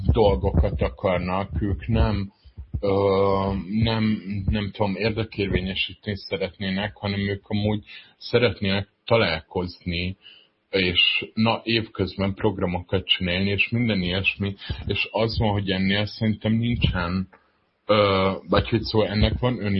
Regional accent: Pécs, Baranya, Hungary

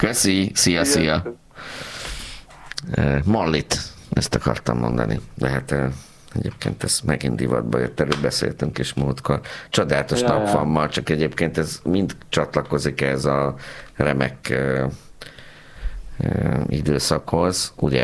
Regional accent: Pécs, Baranya, Hungary; Tudod, én pécsi vagyok, és a Pécsi Körzeti Stúdiónak minden nap volt egy ilyen műsora

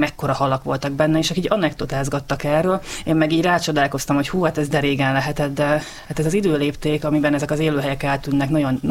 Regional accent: Gyula, Békés, Hungary; Én amúgy nem ceglédi vagyok, hanem a Dél-Alföldről származom. Gyulán nőttem föl, illetve utána pedig Szegeden tanultam.

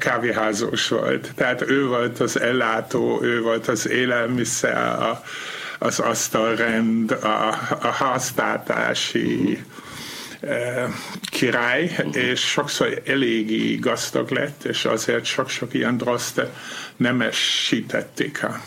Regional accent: North Rhine-Westphalia, Germany; born there; Hungarian is a second language; De ilyen 100 kilométer volt a határ Holland felé, ott születtem, Westfáliában.

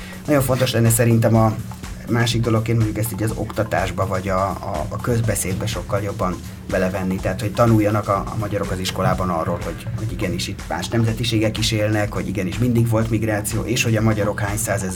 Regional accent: Hungary; Nem mondom, én magyar vagyok, igen, de nem állítanám azt, hogy nagyon bizakodó lennék szerintem.

